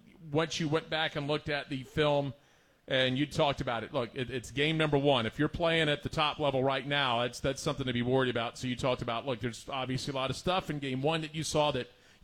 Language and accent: English; the South, United States; we're from the South